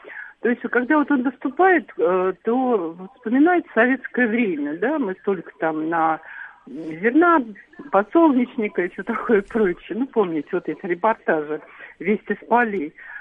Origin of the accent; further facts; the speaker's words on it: Moscow Oblast, Russia; я из Подмосковья.